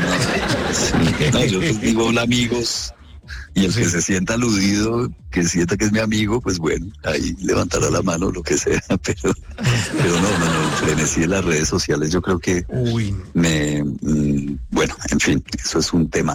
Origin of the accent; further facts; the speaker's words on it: Manizales, Caldas, Colombia; Yo me crié en Manizales en los 80s, entonces yo lo que vi fue Traquetos.